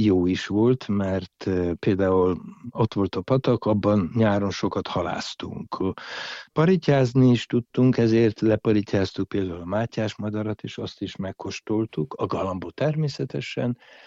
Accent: Dej, Cluj County, Romania; Nekem az a gyerekkorom, mert Szováton csak az ikrek és a következő István testvérem született, utána pedig a többiek már désiek vagyunk inkább.

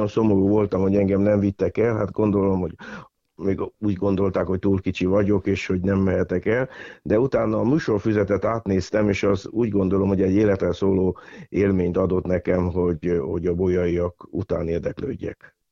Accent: Târgu Mureș, Mureș County, Romania; Igen, hát én marosvásárhelyi születésű vagyok, és ugye Marosvásárhelyen nőttem fel

